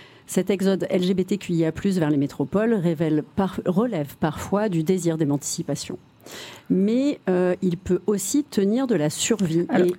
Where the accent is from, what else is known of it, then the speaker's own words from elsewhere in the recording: Montpellier, Occitanie, France; moi je viens de Montpellier, et pourtant avoir grandi dans un milieu agricole